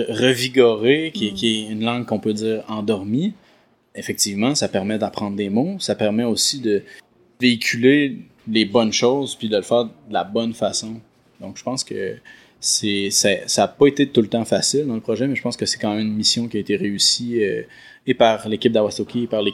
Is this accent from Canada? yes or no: yes; Quebec, Canada; Comme on disait plus tôt, j'ai été élevé aux Îles-de-la-Madeleine.